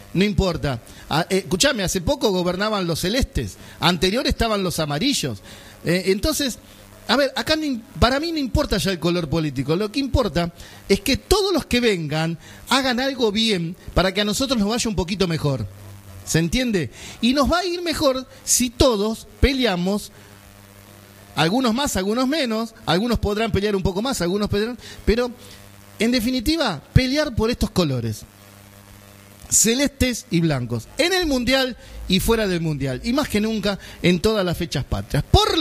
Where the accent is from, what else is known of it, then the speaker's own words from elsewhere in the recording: Argentina; como argentinos que somos de bien